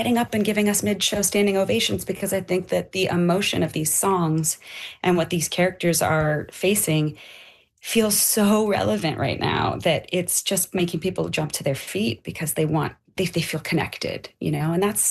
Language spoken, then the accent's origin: English; Canada; we need to do some stuff in Canada and come back and sing for our Canadian folks.